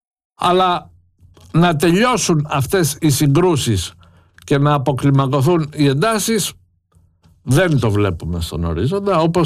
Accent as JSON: {"language": "Greek", "country": "Greece", "said": "και εμείς ως Έλληνες"}